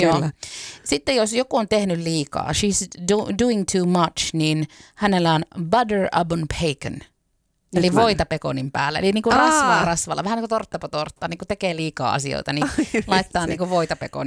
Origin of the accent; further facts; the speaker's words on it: North Ostrobothnia, Finland; accent: Oulu dialect, Northern Ostrobothnian dialect; now in Helsinki, Finland; ollaan Pohjois-Pohjanmaalta kotoisin Oulusta ja Raahesta, niin mehän heitellään silleen onuita Oulun murre, Pohjois-Pohjanmaan murre sanoja vähän silleen niinku slangimaisesti ja tarkoituksella läpällä tahallaan